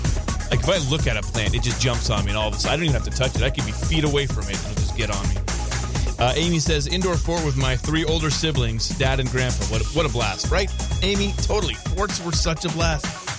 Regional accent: Ontario, Canada; growing up in Southern Ontario, right behind our backyard, basically opened up to a huge field

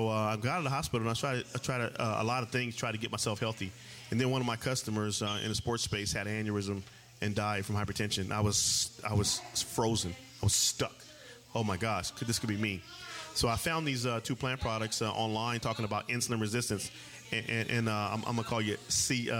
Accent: Pomona, California, United States; now in Temecula, United States

